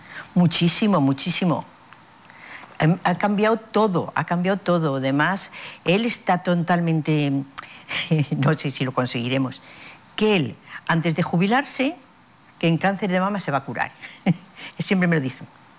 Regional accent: León, Castile and León, Spain; Yo soy de León

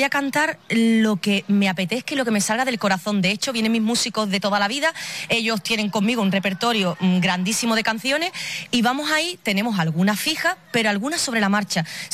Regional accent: Ceuta, Spain; a mí me duele cada cosita que le hacen a mi tierra porque la amo

